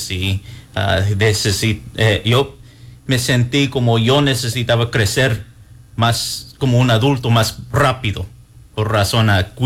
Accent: San Antonio, Texas, United States; moved away as an adult; also born or lived in Lubbock, Texas; now in East Texas, United States; Sí, soy de San Antonio, Texas.

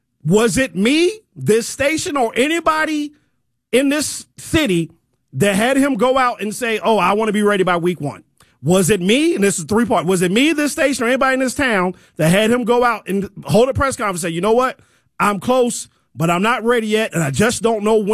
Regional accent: Baltimore, Maryland, United States; I am from Baltimore.

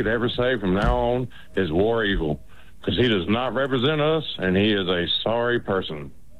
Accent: Alabama, United States; now in Twin Falls, Idaho, United States; I'm from Twin Falls, Idaho. I'm from Twin Falls, Idaho. Born and grew up in Alabama.

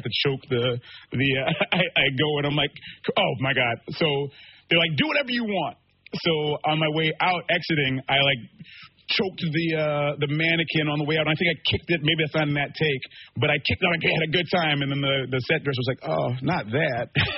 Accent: Ghana; they wrote the character with me in mind because they know that I'm Ghanaian. Mm-hmm. My mother's Ghanaian.

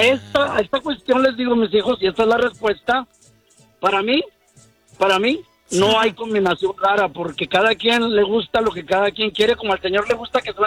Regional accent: Monterrey, Nuevo León, Mexico; allá en Monterrey, yo soy de Monterrey.

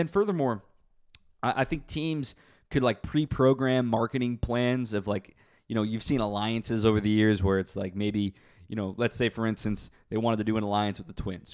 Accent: Texas, United States; I grew up in Texas, and when my dad was working for the Rangers

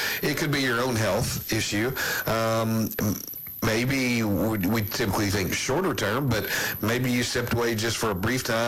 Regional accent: Louisville, Kentucky, United States; Yeah, that's exactly right. And West Kentucky.

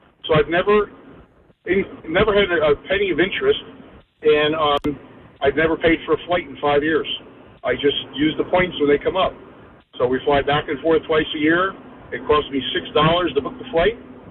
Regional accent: Middlesex, New Jersey, United States; now in Arizona, United States; I am from Middlesex, New Jersey, originally.

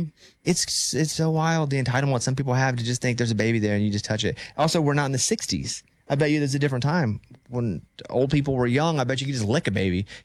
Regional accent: the South, United States; Okay, I grew up in the South. It's very common.

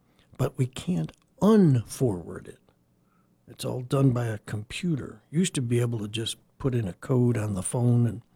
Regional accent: Chicago, Illinois, United States; it's from my hometown of Chicago

